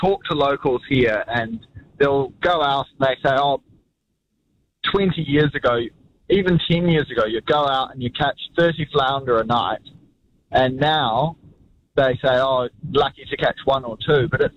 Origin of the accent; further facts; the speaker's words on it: Auckland, New Zealand; I'm from Auckland, and I've been to Auckland's east coast beaches